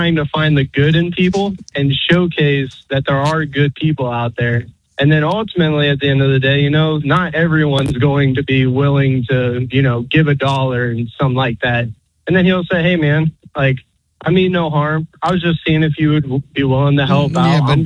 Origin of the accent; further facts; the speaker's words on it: Georgia, United States; I'm from the South down in Georgia.